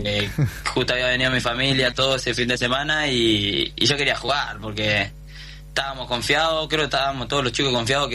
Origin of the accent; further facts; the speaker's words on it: Pablo Podestá, Buenos Aires Province, Argentina; now in Villa Regina, Argentina; Sí, yo soy de Buenos Aires. Yo soy de allá del lado 3 de febrero, lado provincia. Soy de Pablo Podestá.